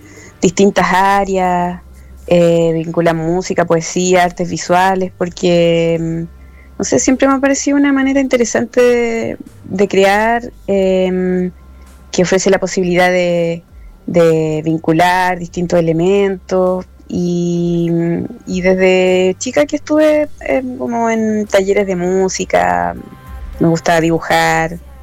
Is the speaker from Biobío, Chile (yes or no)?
no; Temuco, Araucanía, Chile; now in Santiago, Chile; Ahora estoy en Temuco. Sí, yo soy de Temuco, vivo en Santiago, pero soy de Temuco.